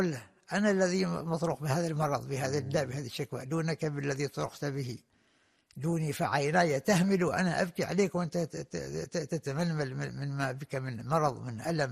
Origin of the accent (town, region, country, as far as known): Oman